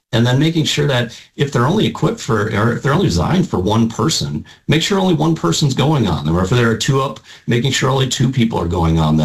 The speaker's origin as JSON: {"language": "English", "region": "Minnesota", "country": "United States", "tie": "born or raised there", "said": "And, growing up in Southwest Minnesota, Jesse, I think you growing up in Iowa, we had a lot of fun out on the farm."}